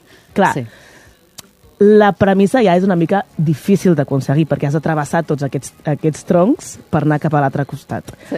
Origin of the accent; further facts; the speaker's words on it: Hostalets de Balenyà, Catalonia, Spain; El meu poble, Hostalets de Balenyà, va participar-hi. Va participar-hi l'any 2001, jo tenia 10 anys.